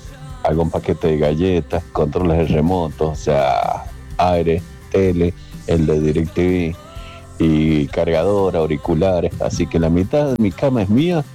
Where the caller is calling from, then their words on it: San Juan, Argentina; Hola chicos. … de San Juan City.